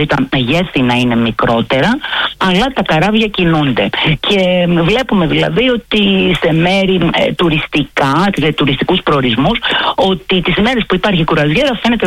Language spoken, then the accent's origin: Greek; Turkey; Greek is a second language; έδωσε συγχαρητήρια για το επίπεδο τη γλώσσα μου, λέγοντα ότι μιλάω πολύ καλά αυτή τη γλώσσα. Αν και είμαι Τουρκάλα.